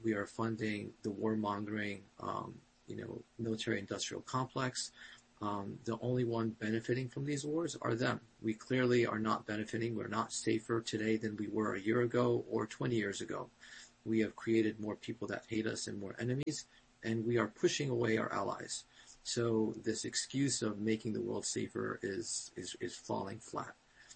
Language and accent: English; New Jersey, United States; So I grew up in New Jersey, and after serving in the Army, came back and was a doctor in the community.